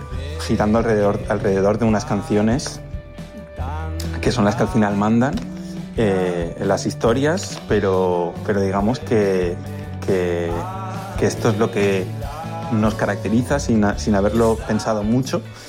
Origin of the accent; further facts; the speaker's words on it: Alcora, Valencian Community, Spain; Me presento … de Alcora, de Castellón, de La Plana.